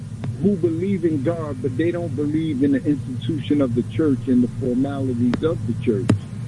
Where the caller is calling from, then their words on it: New York, United States; I'm from Queens.